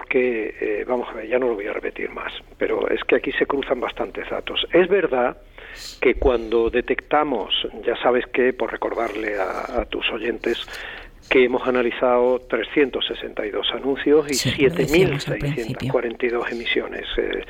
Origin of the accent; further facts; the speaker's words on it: Málaga, Andalusia, Spain; como decimos en Málaga, en mi tierra?